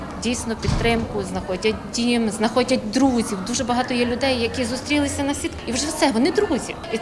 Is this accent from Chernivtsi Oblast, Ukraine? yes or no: yes; Chernivtsi Oblast, Ukraine; now in Poland; це я з Чернівецької області